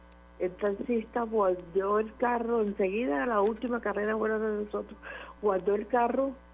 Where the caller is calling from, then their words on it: Tuluá, Valle del Cauca, Colombia; De Tuluá, Valle del Cauca.